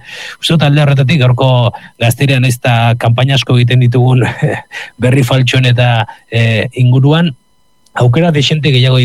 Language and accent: Basque; Basque Country, Spain; ni Gipuzkoarra naiz